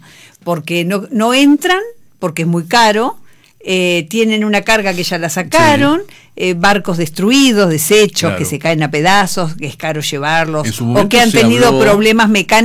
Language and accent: Spanish; Montevideo, Uruguay; yo que vengo de La Teja, yo que me claro. que soy de acá.